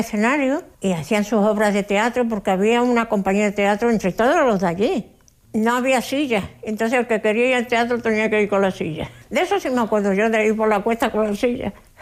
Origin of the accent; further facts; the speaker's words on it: Spain; born there; nací en las Islas Chafarinas en el 1926